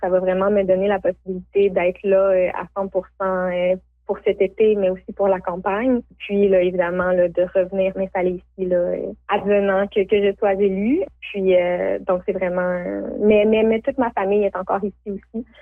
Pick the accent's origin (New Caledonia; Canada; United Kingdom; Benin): Canada; Val-d'Or, Quebec; J'ai grandi, je suis née à Val-d'Or. J'ai un attachement très profond pour la région.